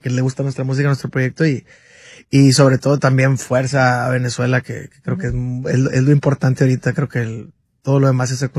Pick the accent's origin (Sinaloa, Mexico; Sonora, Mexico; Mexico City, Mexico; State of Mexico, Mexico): Sonora, Mexico; Yo las cosas es, soy de Sonora, estamos bien impuestos a la crítica, le llamamos carrilla